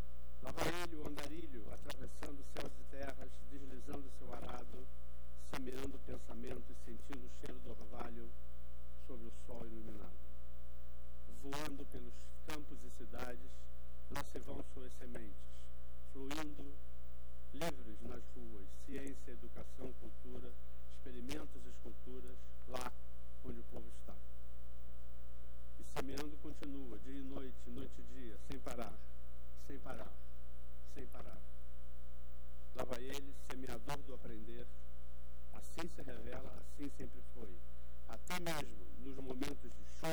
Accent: Rio de Janeiro, Brazil; devo dizer que sou apenas um ex-rapaz latino-americano, porque eu já não sou um rapaz, mas sou latino-americano, com pouco dinheiro no banco, sem parentes importantes e vindo do interior de um bairro periférico da longínqua cidade maravilhosa.

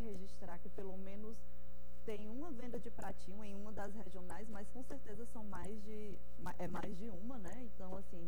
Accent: Fortaleza, Ceará, Brazil; Eu nasci no Conjunto Ceará, mas cresci na Maraponga.

